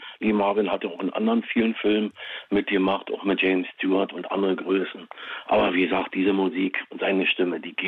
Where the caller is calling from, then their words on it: Berlin, Germany; Aus Berlin, Prenzlauer Berg.